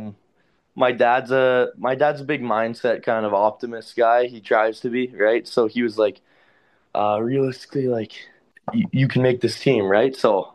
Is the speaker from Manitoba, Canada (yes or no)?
yes; Beausejour, Manitoba, Canada; I'm from a small town called Bossier, Manitoba. It's about an hour east of Winnipeg. I believe 3,000 people live there, so small by Manitoba standards, I guess.